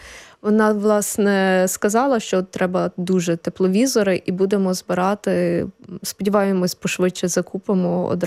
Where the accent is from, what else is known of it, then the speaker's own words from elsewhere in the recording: Ternopil Oblast, Ukraine; moved away as an adult; also born or lived in Kyiv; now in Warsaw, Poland; Я сама із Тернопільської області родом, але я вже в Києві спочатку навчалась, потім працювала, і відповідно я вже там була.